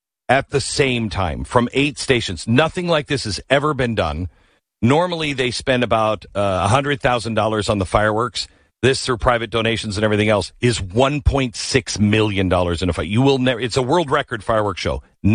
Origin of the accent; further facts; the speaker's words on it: Seattle, Washington, United States; Okay, I'm 18 years old. I'm from Seattle. I've never seen a beltway.